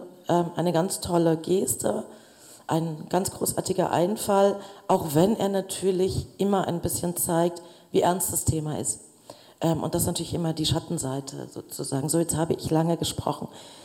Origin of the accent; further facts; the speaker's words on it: Leipzig, Saxony, Germany; Clemens Meyer, der so alt ist wie ich und auch aus Leipzig stammt